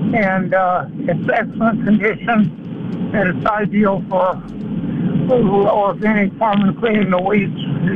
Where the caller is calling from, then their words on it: United States; from Lake Candice.